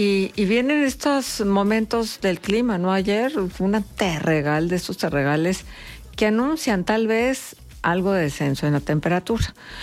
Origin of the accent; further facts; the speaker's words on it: Mexico; todos estos juegos que tenemos como mexicanos y que son tan nuestros.